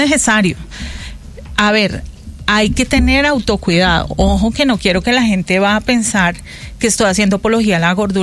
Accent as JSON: {"language": "Spanish", "town": "Cali", "region": "Valle del Cauca", "country": "Colombia", "tie": "born or raised there", "also_born_or_lived": "Armenia, Colombia", "said": "yo me crié en Cali, o sea, yo nací en Armenia y me crié en Cali"}